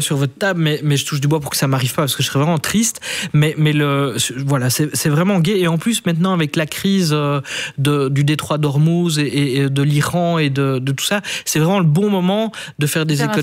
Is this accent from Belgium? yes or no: yes; Wallonia, Belgium; Alors, moi, je suis wallon et j'ai l'habitude des routes louviéroises